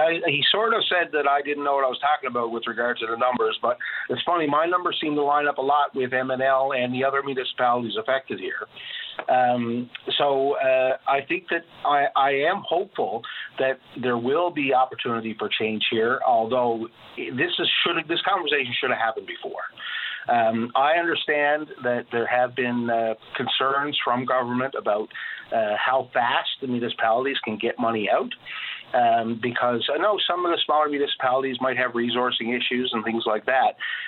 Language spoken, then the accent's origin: English; Corner Brook, Newfoundland and Labrador, Canada; talking to my hometown and in Corner Brook